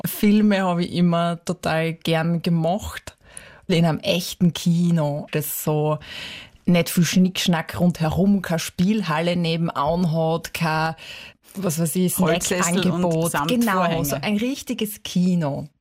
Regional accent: Styria, Austria; da habe ich einen kleinen Ein-Frau-Betrieb in meiner Heimat in der Südoststeiermark

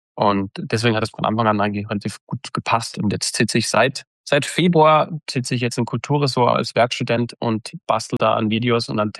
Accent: Austria

